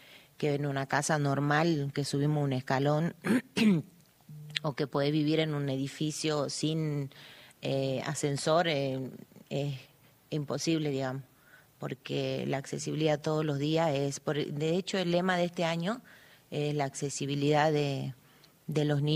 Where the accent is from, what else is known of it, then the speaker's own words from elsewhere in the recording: Palpalá, Jujuy, Argentina; Nosotros somos de Palpalá. Nosotros en Palpalá, que yo esté al tanto, son tres niños.